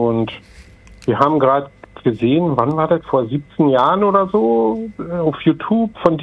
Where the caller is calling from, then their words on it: Berlin, Germany; Prenzlauer Berg.